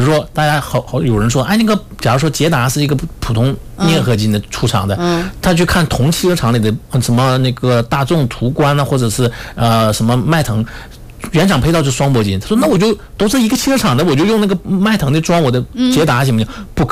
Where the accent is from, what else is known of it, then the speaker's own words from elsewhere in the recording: Northeast China, China; accent: Northeastern Mandarin; now in Fuzhou, China; 用我们东北话叫肉比较梗，